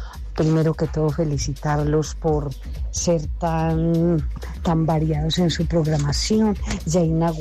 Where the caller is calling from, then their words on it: Sonsón, Antioquia, Colombia; Les hablo desde Sonsón, sintonía como siempre